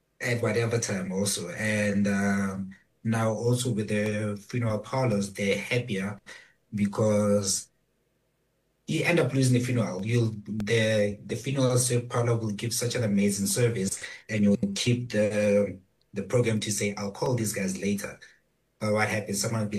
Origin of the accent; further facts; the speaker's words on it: North West, South Africa; moved away; I'm from Northwest in Utsuseng.